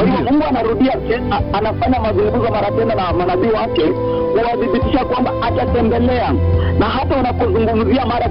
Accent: Kenya; Kwa hivyo kama Mkenya pia ninaweza kunataka nitubu mbele za Bwana

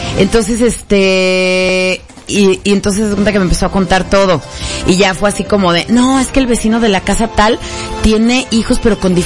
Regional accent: Mexico City, Mexico; De CDMX y luego me fui a Estado de México. Y luego aquí he vivido como en 1000 casas, entonces me sé chismes de todos lados.

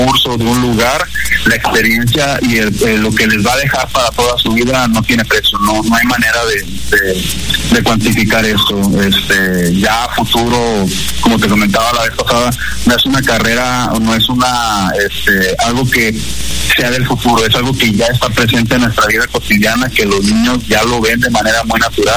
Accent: Nuevo Laredo, Tamaulipas, Mexico; venimos de Tamaulipas, venimos de Nuevo Laredo

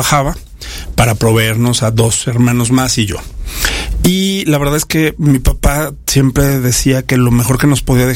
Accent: Mexico City, Mexico; born there; yo nazco en la Ciudad de México en 1977. Y vengo de una pues familia de las familias tradicionales de lo que decían de la capital

